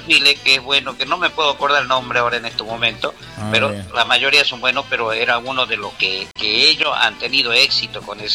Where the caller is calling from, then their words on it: Salta, Argentina; estoy en la punta de Salta. Acá en el barrio Unión, lado del puente ferroviario que hay en el... Acá en los ríos Vaquero y Ubierna, cerca de ahí.